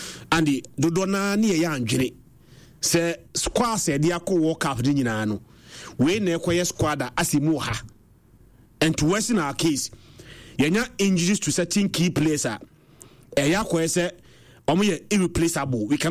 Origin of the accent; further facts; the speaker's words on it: Ghana; But I am a Ghanaian. I expect the Blaster to do well.